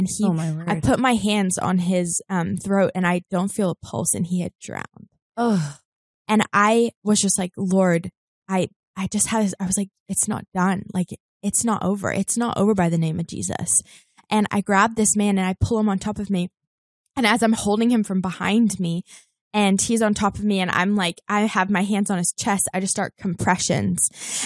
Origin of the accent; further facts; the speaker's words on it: New Zealand; moved away as an adult; now in Los Angeles, United States; several years ago, I just moved to LA. I grew up in New Zealand, moved to LA.